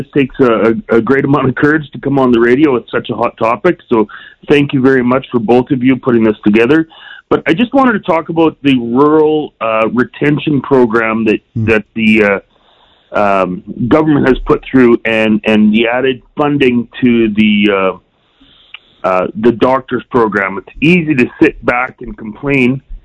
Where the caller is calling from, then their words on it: Saskatoon, Saskatchewan, Canada; Saskatoon.